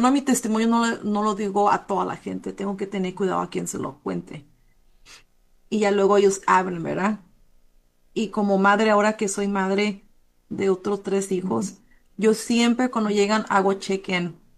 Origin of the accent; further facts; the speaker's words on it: Mexico; Como mexicanos, queremos tapar todo el sol con un dedo.